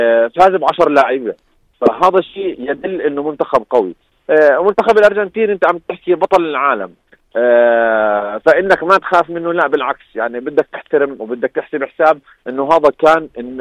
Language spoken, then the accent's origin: Arabic; Jordan